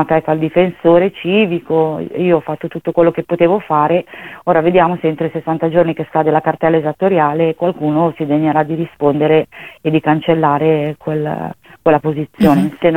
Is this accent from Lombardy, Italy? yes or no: yes; Desio, Lombardy, Italy; abbiamo effettuato un primo accesso al pronto soccorso dell'ospedale San Gerardo di Monza, perché noi siamo di Desio